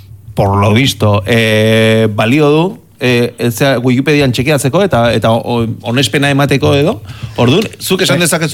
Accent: San Sebastián, Basque Country, Spain; born there; gu, Antiguan jaiota, Iriardin, Antiguoko, Antiguoko iriaren erdian jaio ginen.

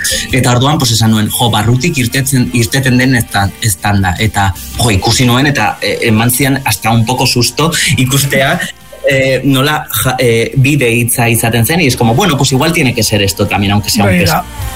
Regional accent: Zubiri, Navarre, Spain; Bai, bueno, ni Zubirikoa naiz

